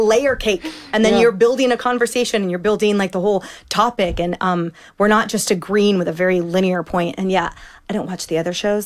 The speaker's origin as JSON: {"language": "English", "region": "West Coast", "country": "United States", "said": "Oh, also, and maybe it's from, because we're from the West Coast, and in no way am I belittling or generalizing people who aren't, but in my own household that I grew up in our schools and everything"}